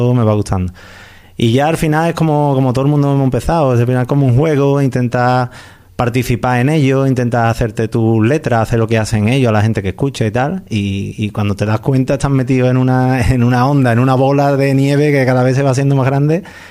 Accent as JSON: {"language": "Spanish", "town": "Alcalá de Guadaíra", "region": "Andalusia", "country": "Spain", "said": "yo soy de Alcalá de Guadaira."}